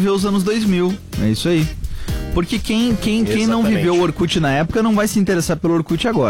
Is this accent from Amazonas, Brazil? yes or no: no; Butiá, Rio Grande do Sul, Brazil; a minha terra natal, a cidade onde eu nasci e fui criado. Atenção. Butiá